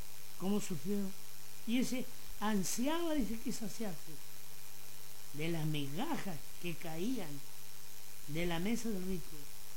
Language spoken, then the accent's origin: Spanish; Chile; como decimos nosotros como chilenos